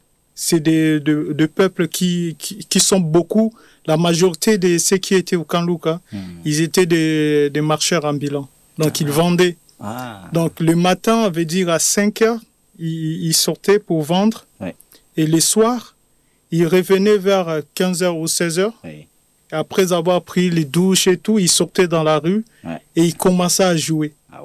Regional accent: Kinshasa, DR Congo; born there; artiste, musicien, arrangeur, auteur et compositeur. Je suis né à Kinshasa, République démocratique du Congo, dans un quartier voisin de prison Makala.

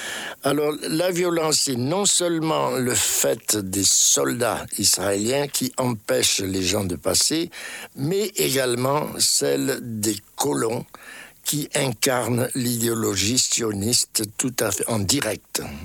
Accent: France; Moi, en tant que Français

